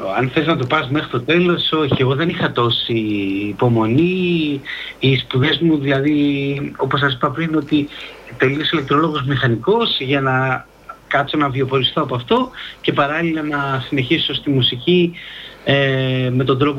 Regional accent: Giannitsa, Central Macedonia, Greece; moved away as an adult; also born or lived in Thessaloniki; εγώ η καταγωγή μου είναι από τα Γενιτσά, είναι μια πόλη στο νομό Πέλλας, έξω από τη Θεσσαλονίκη

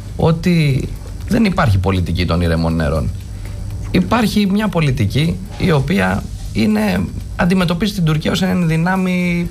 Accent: Greece; Το θέμα είναι εμείς ως Έλληνες τι κάνουμε

